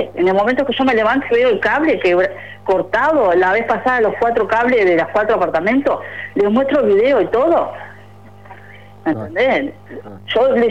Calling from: Maldonado, Uruguay; yo crié 2 hijos en Maldonado Nuevo, soy de Maldonado Nuevo

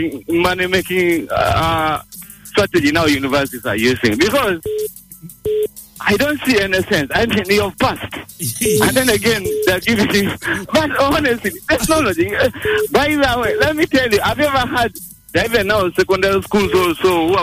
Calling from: Kampala, Central Region, Uganda; Calling from Nakawa here.

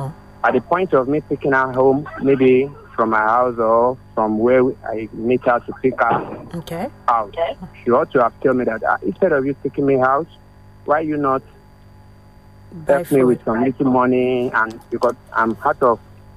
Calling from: Nigeria; I'm calling from Olonsogbo.

